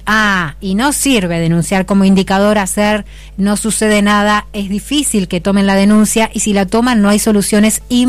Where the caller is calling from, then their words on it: Mar del Plata, Buenos Aires Province, Argentina; de Mar del Plata.